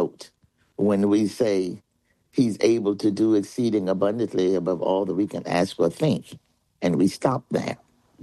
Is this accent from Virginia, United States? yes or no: yes; Palmyra, Virginia, United States; now in Philadelphia, United States; I hail from Palmyra, Virginia.